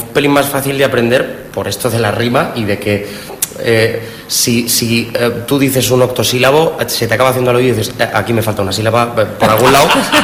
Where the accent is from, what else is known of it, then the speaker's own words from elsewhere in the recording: Villafranca de la Sierra, Castile and León, Spain; en mi pueblo, en Villafranca de la Sierra